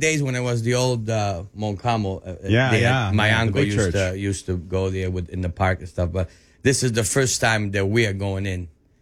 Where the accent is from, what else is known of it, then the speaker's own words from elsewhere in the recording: Calabria, Italy; We're from Calabria, so they vary from Sicily, Naples.